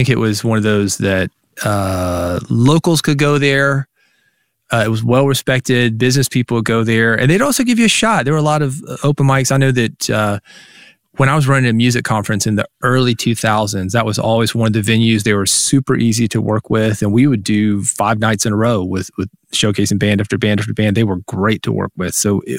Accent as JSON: {"language": "English", "town": "Nashville", "region": "Tennessee", "country": "United States", "tie": "born or raised there", "said": "growing up in Nashville, 8th Avenue was massage parlors and numbers games."}